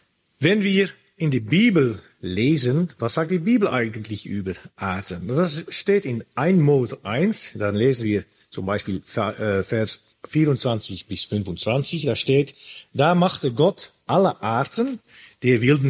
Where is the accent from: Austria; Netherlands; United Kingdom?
Netherlands; Ursprünglich komme ich aus Holland, in den Niederlanden eigentlich, da habe ich auch studiert, da habe ich meine Promotionsforschungen gemacht.